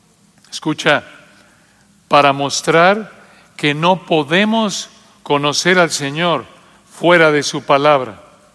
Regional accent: Mexico City, Mexico; Cuando era niño, yo recuerdo allá en la Ciudad de México, los compañeros en la escuela

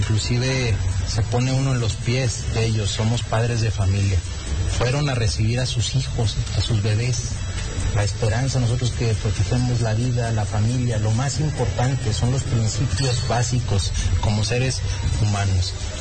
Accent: Durango, Mexico; somos duranguenses, todos vivimos aquí.

